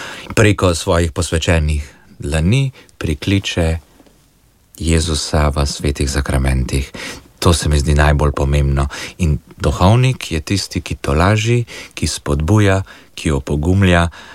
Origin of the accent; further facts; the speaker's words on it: Kranj, Upper Carniola, Slovenia; Glede na to, da sem doma iz Mlake pri Kranju, torej župnija Kokrica, imam Brezje zelo blizu